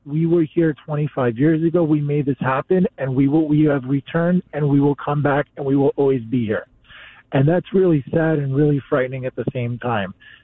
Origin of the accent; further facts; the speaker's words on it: New York, United States; especially being a New Yorker, I remember I was in the sixth grade and we were waiting for the teacher to come into class